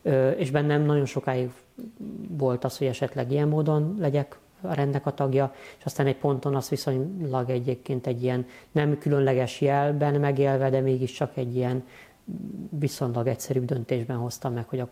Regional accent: Budapest, Hungary; Egy budapesti nagy katolikus családból származom, 7 vagyunk testvérek, én vagyok a legkisebb.

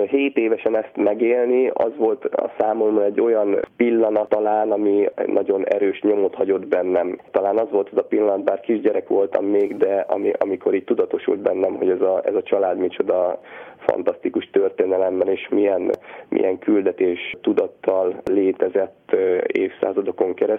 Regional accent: Zánka, Veszprém County, Hungary; also born or lived in Tapolca; én 83-ban születtem Tapolcán, és Zánkán gyerekeskedtem

